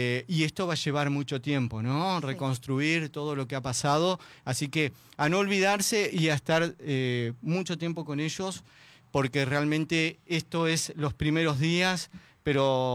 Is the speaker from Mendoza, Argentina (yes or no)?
no; Paraná, Entre Ríos, Argentina; Y qué lindo para mí es ser paranaense. Me encanta mi ciudad.